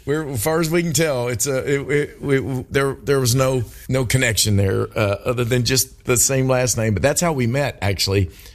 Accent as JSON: {"language": "English", "region": "Kentucky", "country": "United States", "said": "I am from Kentucky."}